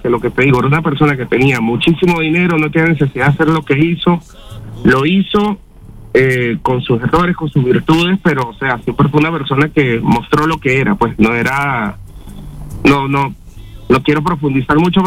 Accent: Venezuela; Soy venezolano, sí, señor

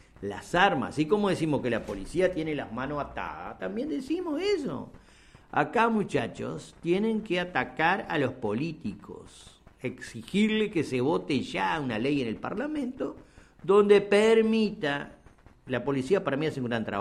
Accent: Uruguay

